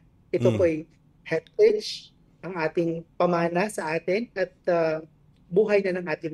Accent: Western Visayas, Philippines; Since I'm from Aklan, at sa Aklan po, narin yung Pinyaklon.

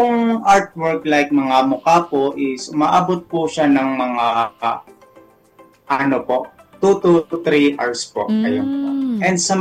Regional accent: Eastern Visayas, Philippines; I'm from Samar pa po eh.

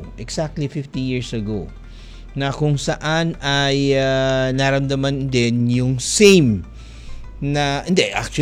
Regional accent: Marantao, Lanao del Sur, Philippines; which is in Marawi City, or rather in Lanao del Sur, in Marantao, in my hometown

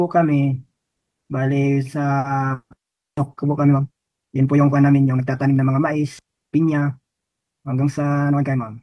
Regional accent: Polomolok, Soccsksargen, Philippines; Taga Kasaba, Maligo, Pulumulok, South Cotabato. 14 kaming magkakapatid, ma'am.

